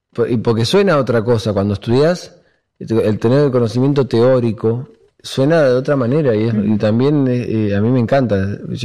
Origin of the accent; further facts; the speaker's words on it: La Plata, Buenos Aires Province, Argentina; yo soy de La Plata, pero somos básicamente de Buenos Aires